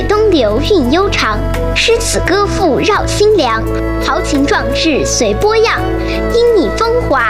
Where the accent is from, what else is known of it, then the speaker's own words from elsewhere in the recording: Lianyungang, Jiangsu, China; 我们生在连云港，从小就在海边长大。